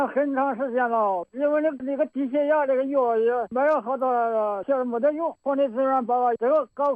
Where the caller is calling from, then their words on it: Yichang, Hubei, China; 我是宜昌的，宜昌小店头，